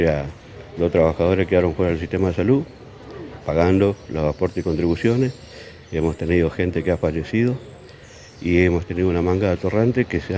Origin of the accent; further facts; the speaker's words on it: Chaco, Argentina; Yo soy del Chaco